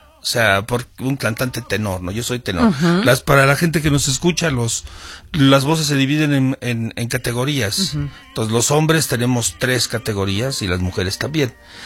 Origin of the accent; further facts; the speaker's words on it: Mexico City, Mexico; moved away as an adult; now in Vienna, Austria; aquí nací, aquí crecí, aquí me formé en la Ciudad de México